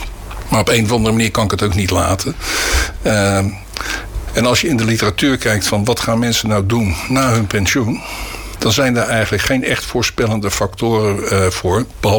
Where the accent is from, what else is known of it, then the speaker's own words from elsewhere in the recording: Schiedam, South Holland, Netherlands; moved away as an adult; now in Vlaardingen, Netherlands; Ik ben geboren in Schiedam in 1954. En ik woon nu zo'n 40 jaar in Vlaardingen.